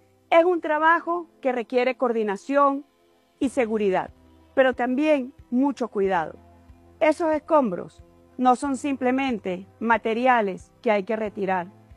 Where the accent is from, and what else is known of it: Venezuela